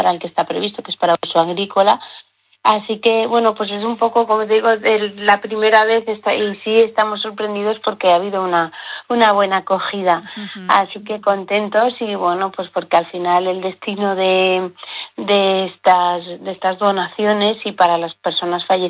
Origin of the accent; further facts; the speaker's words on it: Teruel, Aragon, Spain; de la que nos estamos beneficiando también los turolenses